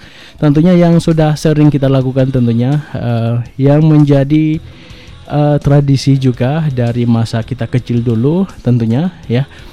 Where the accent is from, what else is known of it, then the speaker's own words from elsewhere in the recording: Aceh, Indonesia; bagi kita orang Aceh